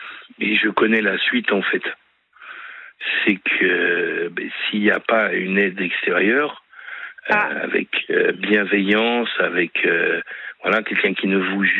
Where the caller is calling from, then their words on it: Île-de-France, France; j'ai 46 ans, j'habite en région parisienne